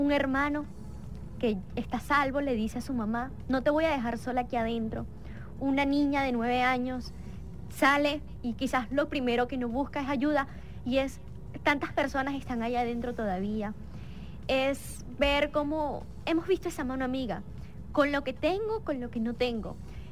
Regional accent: Venezuela; los venezolanos somos imparables.

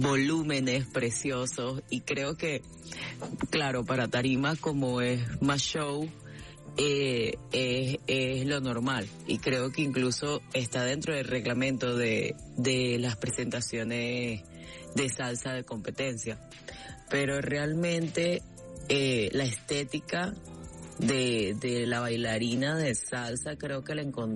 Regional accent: Barinas, Venezuela; Yo soy de Barinas, y en Barinas la música llanera y el joropo se bailaba o se baila con faldas muy largas

